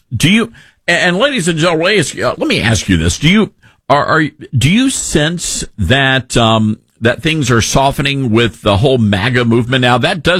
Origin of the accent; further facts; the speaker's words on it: Memphis, Tennessee, United States; I take you inside the president's mission to save my hometown, Memphis, Tennessee.